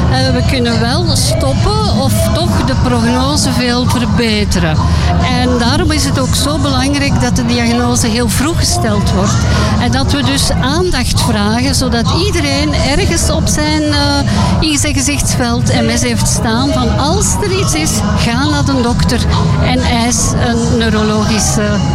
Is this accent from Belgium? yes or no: yes; Antwerp, Flanders, Belgium; Maar ik ben van Antwerpen en wij eten en drinken ook graag.